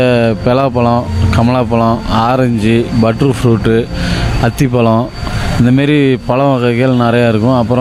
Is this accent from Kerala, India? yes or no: no; Yercaud, Tamil Nadu, India; நான் ஜெரினாக்காடு, ஏற்காடு ஜெரினாக்காடு. பிறந்து வளர்ந்தது எல்லாமே இங்கே தான்.